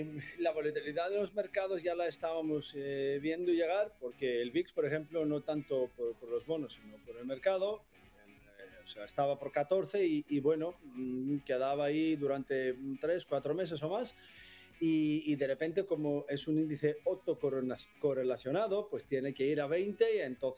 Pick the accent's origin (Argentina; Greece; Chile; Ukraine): Greece; yo soy griego